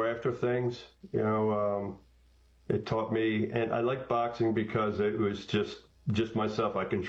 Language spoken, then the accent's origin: English; Quakertown, Pennsylvania, United States; I'm from Quakertown. I'm one of 12, and I am number 3 in the pecking order.